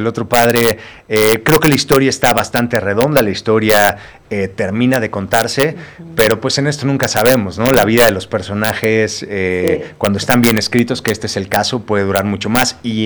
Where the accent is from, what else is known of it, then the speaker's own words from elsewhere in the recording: Mexico; yo siempre abierto a llevar lo que somos como mexicanos al resto del mundo.